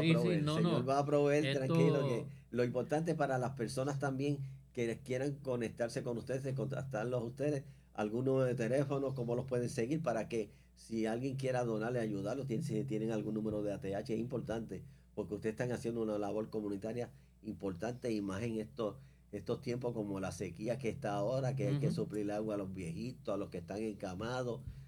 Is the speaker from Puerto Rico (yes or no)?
yes; Toa Alta, Puerto Rico; pues yo soy de Toalta y yo soy una persona con impedimento en silla de ruedas también.